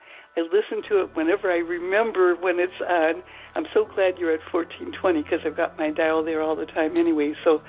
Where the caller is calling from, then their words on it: Solon, Ohio, United States; Solon, Ohio.